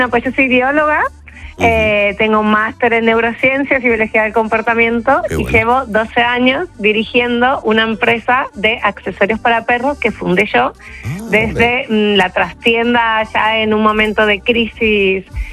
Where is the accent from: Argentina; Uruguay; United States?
Argentina; now in Seville, Spain; Sí, soy argentina, pero desde Sevilla.